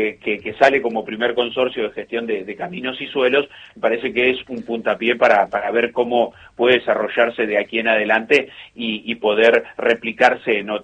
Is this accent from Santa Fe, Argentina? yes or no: no; Buenos Aires Province, Argentina; born there; moved away; voy para mi pueblo, que en el partido de Lincoln